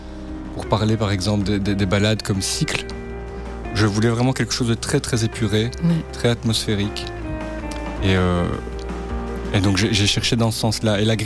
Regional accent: Mons, Wallonia, Belgium; là où j'ai grandi, parce que moi je viens de la région de Mons.

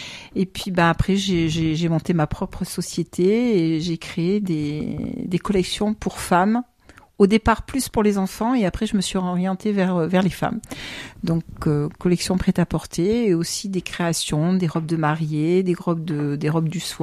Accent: Digne-les-Bains, Provence-Alpes-Côte d'Azur, France; born there; moved away as an adult; also born or lived in Gap / Paris; je suis née à Digne, quatrième génération, et c'est aussi pour ça que j'ai accepté, parce que c'est ma ville, c'est ma ville de naissance, la ville de naissance de mes parents, grands-parents, papa, maman. Et puis bah d'où je viens, donc bah de Digne-les-Bains bien sûr.

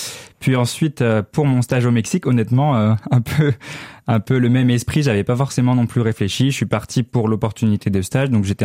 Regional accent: France; Moi, je me présentais à tous les professeurs en disant que j'étais Erasmus, que je venais de France

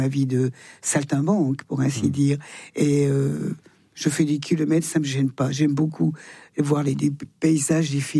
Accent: Auvergne-Rhône-Alpes, France; vraiment, je suis plus savoyarde que française

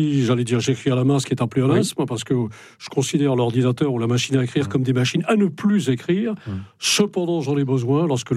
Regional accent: Brittany, France; Quand on est breton, quand on aime la Bretagne, c'est une poésie permanente comme ça qu'on a au cœur

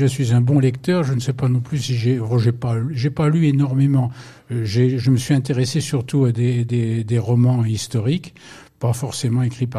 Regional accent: Saint-Romain-les-Atheux, Auvergne-Rhône-Alpes, France; born there; moved away; also born or lived in Le Chambon-Feugerolles / Paris; je suis né donc au Chambon-Féjolles, c'est vrai. Tout petit, je suis venu à Saint-Romain-les-Athées avec mes grands-parents.

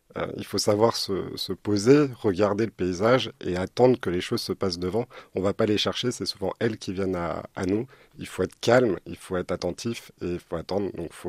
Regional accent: Annecy, Auvergne-Rhône-Alpes, France; also born or lived in Lyon; J'ai grandi à Annecy, mais je suis parti 10 ans à Lyon pour travailler. Et en revenant sur Annecy

